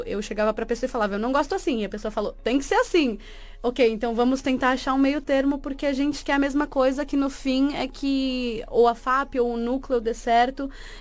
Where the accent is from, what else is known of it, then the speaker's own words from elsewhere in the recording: Brazil; eu sou brasileira, então também às vezes é outra mentalidade.